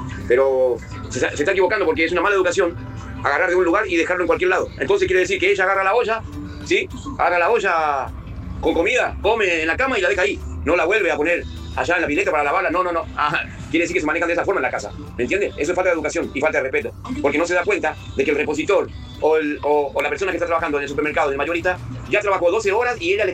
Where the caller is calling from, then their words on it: Marcos Paz, Buenos Aires Province, Argentina; el camionero de Marcos Paz, el que le habla.